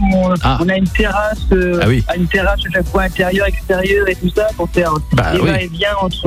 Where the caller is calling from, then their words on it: Meursac, Nouvelle-Aquitaine, France; j'habite à Meursac